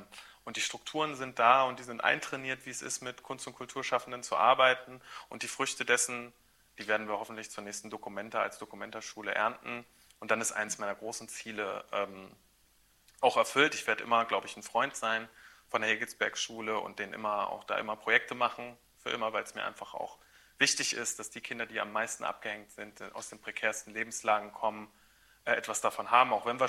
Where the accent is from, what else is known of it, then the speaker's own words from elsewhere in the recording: Saxony-Anhalt, Germany; Aber ich komme aus Sachsen-Anhalt